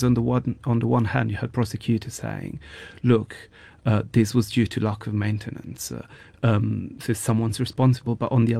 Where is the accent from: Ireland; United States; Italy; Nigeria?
Italy; Genoa, Liguria; English is a second language; moved away; I'm originally from Genoa, and I was visiting my family because was a public holiday.